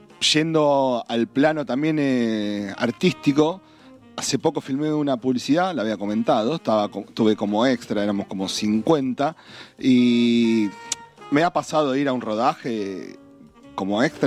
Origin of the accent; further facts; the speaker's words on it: Casilda, Santa Fe, Argentina; born there; estamos en el sur de la provincia de Santa Fe, en mi ciudad natal, más precisamente en Casilda, ahí a unos 50 kilómetros de Rosario aproximadamente